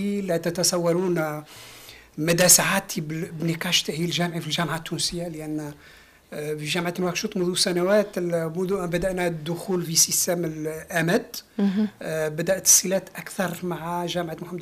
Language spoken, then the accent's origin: Arabic; Mauritania; في المنطقة الجنوبية الغربية عندنا في موريتانيا